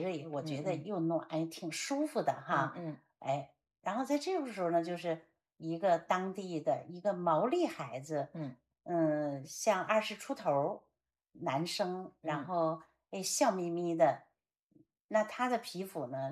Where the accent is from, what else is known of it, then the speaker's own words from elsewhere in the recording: China; now in New Zealand; 人家是当地人我是中国人哈